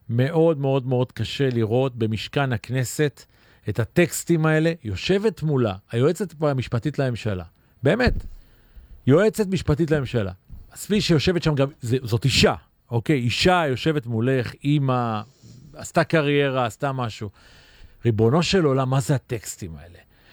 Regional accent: Kiryat Tivon, Northern District, Israel; אני גדלתי בטבעון

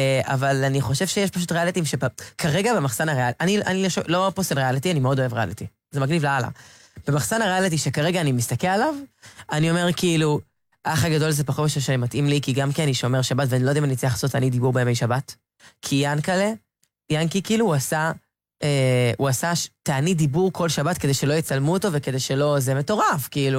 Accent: Ramat Gan, Tel Aviv District, Israel; אנחנו גם מרמת גן, אנחנו לא גדולים בחיפה.

